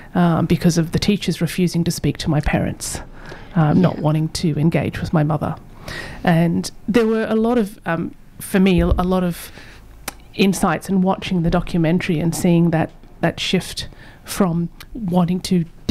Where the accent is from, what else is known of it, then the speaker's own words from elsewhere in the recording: Australia; I was born in Australia. Mm-hmm. And I grew up in an era in the 70s when there was still a lot of racism very present.